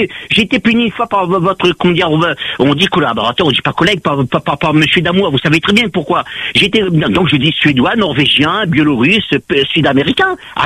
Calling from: Réunion; chez nous, à La Réunion

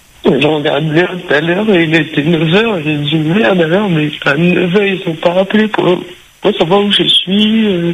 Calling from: Le Tampon, Réunion, France; je suis chez moi au tampon.

